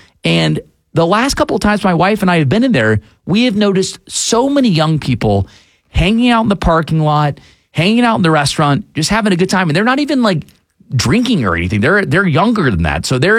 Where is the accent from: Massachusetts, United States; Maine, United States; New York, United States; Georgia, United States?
Georgia, United States; Fayetteville; also born or lived in Atlanta; I grew up again here in Atlanta, down the South Side. I consider Fayetteville home